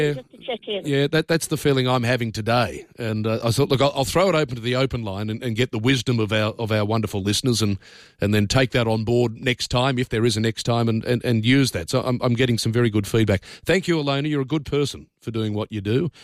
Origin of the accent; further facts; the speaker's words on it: Parramatta, New South Wales, Australia; I grew up around Parramatta. I know the situation there.